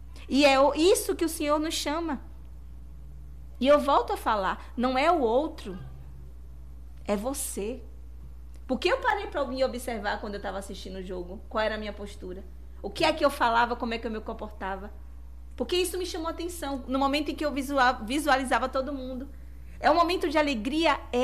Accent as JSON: {"language": "Portuguese", "country": "Brazil", "said": "nós somos brasileiros, né?"}